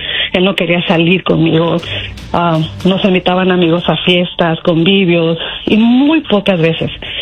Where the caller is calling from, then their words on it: Mexico; soy mexicana.